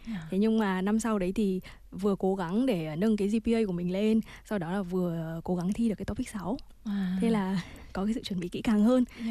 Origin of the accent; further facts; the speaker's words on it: Haiphong, Vietnam; moved away as an adult; also born or lived in Busan, South Korea; mình sinh ra lớn lên ở Hải Phòng thì cũng là thành phố cảng